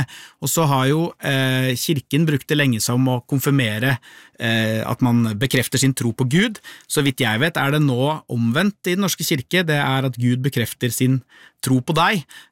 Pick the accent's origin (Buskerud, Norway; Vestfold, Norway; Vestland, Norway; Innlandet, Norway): Buskerud, Norway; Lier; i hvert fall der jeg vokste opp i Lier.